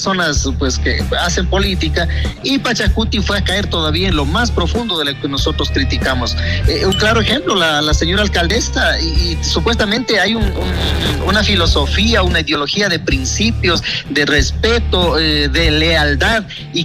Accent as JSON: {"language": "Spanish", "region": "Tungurahua", "country": "Ecuador", "tie": "born or raised there", "said": "muchas personas me han dicho que no me parezco indígena, pero pues vivo acá, mi papá vive aquí, mi mamá vive aquí, nací aquí, entonces no sé qué más hacer para poder demostrar que nací aquí en Río Colorado."}